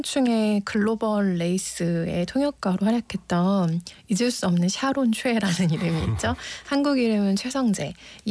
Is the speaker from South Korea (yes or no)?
yes; Seoul, South Korea; 저는 서울에서 나고 자라서 그냥 서울 안에서 생활하는 게 너무 익숙한 사람이었는데